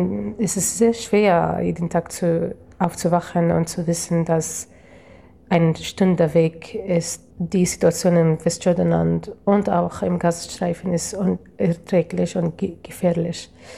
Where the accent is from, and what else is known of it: Arraba, Northern District, Israel; born or raised there; German is a second language; moved away as an adult; now in Bolzano, Italy